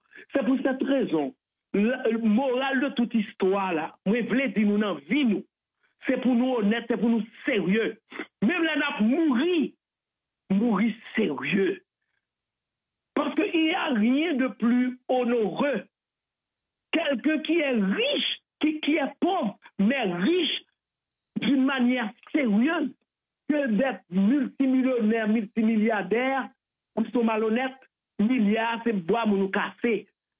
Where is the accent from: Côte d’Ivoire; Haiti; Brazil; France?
Haiti; Trou-du-Nord, Nord-Est; Mais moi, je viens du trou du Nord.